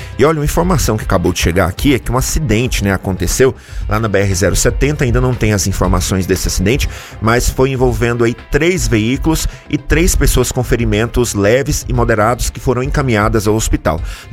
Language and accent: Portuguese; Jataí, Goiás, Brazil; now in Federal District, Brazil; Eu sou de Jataí, Goiás, né, a gente não encontra muito esse tipo de movimentação lá